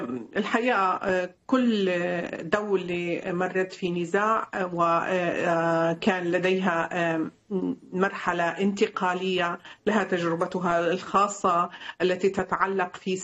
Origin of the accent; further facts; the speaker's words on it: Syria; نحن كسوريين لدينا تجاربنا في مع الاستبداد لسنوات طويلة